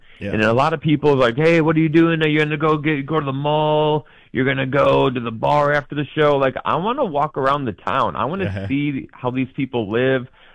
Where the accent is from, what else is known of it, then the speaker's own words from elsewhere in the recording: Midwest, United States; now in New York, United States; I feel like I'm a Midwestern guy. You know, I live in New York, but I'm from the Midwest.